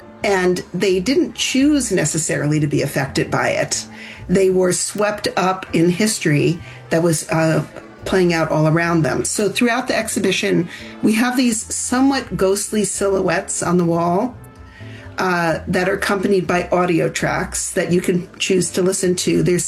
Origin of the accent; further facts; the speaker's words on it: New York, United States; And we've been through some trauma as New Yorkers